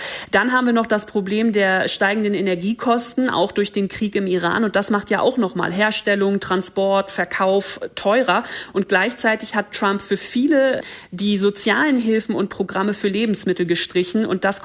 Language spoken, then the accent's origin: German; Germany; moved away as an adult; now in New York, United States; für mich als Deutsche fällt da natürlich jedes Lidl- und Aldi-Schild sofort ins Auge.